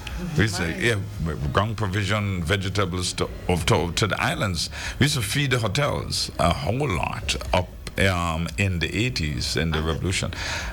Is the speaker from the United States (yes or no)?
no; Saint Mark, Grenada; That's where I spent a lot of my summers as a young man growing up in St. Mark.